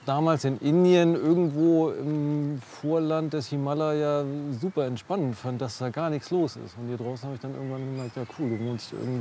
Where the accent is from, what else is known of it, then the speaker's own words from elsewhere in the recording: Hamburg, Germany; moved away as an adult; now in Wendland, Germany; Ich bin Hamburger Jung